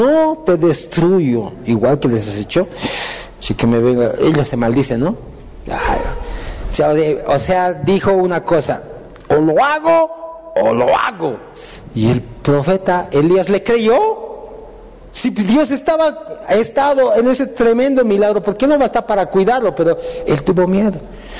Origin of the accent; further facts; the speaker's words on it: Bolivia; Boliviano, sí, eso soy yo, soy boliviano.